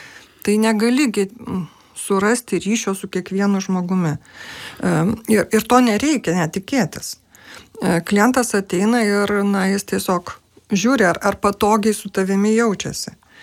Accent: Šiauliai, Šiauliai County, Lithuania; esu iš Šiaulių, toks miestas, kur ten viskas labai paprastai ir aišku.

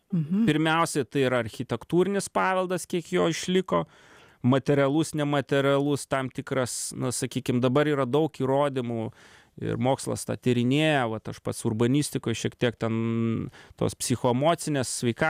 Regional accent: Klaipėda, Klaipėda County, Lithuania; Pokario, jo, sovietmečio, kur aš užaugau Klaipėdą ir man buvo įdomu, kas ta raudona plita

